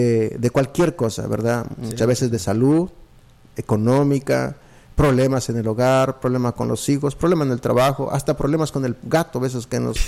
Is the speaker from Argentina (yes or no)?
no; United States; yo como soy americano sí tengo ese problema para distinguir la raza.